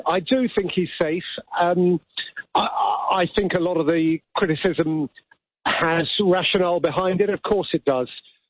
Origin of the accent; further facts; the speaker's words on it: England, United Kingdom; we are sometimes English